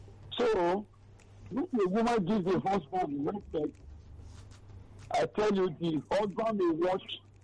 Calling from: Lagos, Nigeria; I'm calling you from Lagos Island.

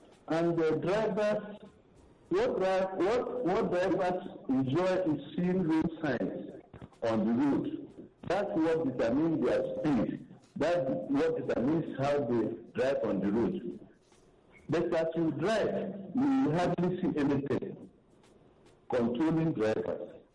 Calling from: Lagos, Nigeria; I'm calling from Lagos.

